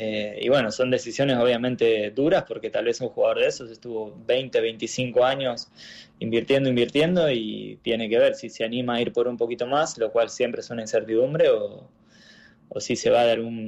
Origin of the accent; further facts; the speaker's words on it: Trelew, Chubut, Argentina; moved away; soy argentino y puntualmente de Trelew. Tengo un orgullo muy grande por eso.